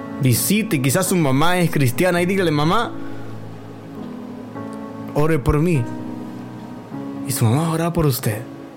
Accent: El Salvador; somos testigos, los salvadoreños

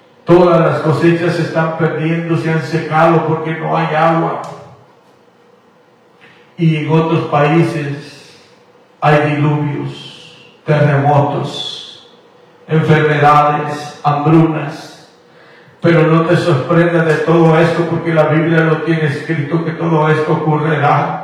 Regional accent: Guatemala; born there; Mi tierra de donde yo soy nacido, en Guatemala

